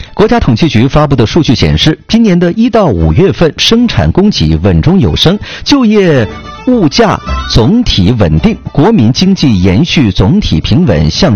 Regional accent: Northeast China, China; 用我们东北话叫磨蹭

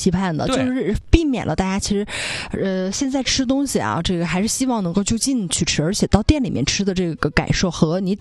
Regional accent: Jilin City, Jilin, China; now in Changchun, China; 我是吉林人啊，所以对这个品牌的这种情感蛮深的。

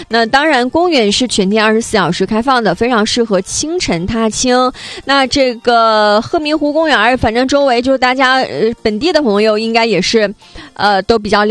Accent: Liaoyuan, Jilin, China; 我的家乡辽源

